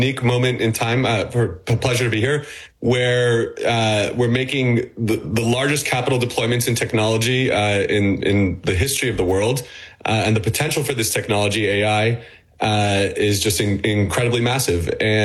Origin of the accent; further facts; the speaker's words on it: United States; Well, you know, me personally, I'm an American, and so my firm is investing along what we could describe as the U.S.-Israel corridor.